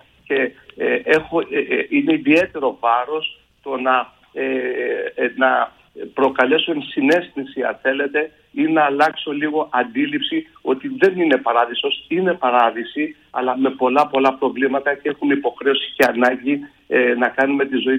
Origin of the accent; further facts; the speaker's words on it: Greece; την οποία και εμείς ως Έλληνες, ως ελληνικά νοικοκυριά